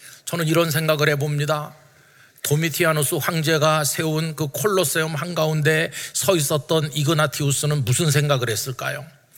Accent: South Korea; 지금 우리는 대한민국이라는 나라 그 국민으로 살고 있습니다.

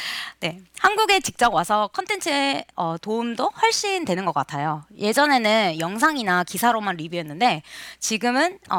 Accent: Argentina; Korean is a second language; moved away as an adult; now in South Korea; 하지만 어린 시절부터 아르헨티나에 살았기 때문에 쉬운 결정이 아니어서 작년 3개월 동안 남편이랑 먼저 살아보기로 결정했어요.

